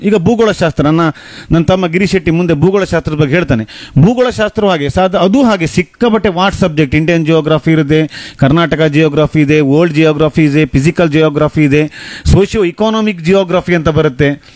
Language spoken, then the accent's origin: Kannada; Kundapura, Karnataka, India; moved away as an adult; also born or lived in Bengaluru; ನಾವು ಕುಂದಾಪುರದಿಂದ ಹೋಗಿ ಬೆಂಗಳೂರಿನಂಥ PG ಇದ್ದುಕೊಂಡು ಅಲ್ಲಿ ಕಷ್ಟಪಟ್ಟು ಕೋಚಿಂಗ್ಗಳನ್ನು ಮಾಡ್ತಾ ಇತ್ತಲ್ಲ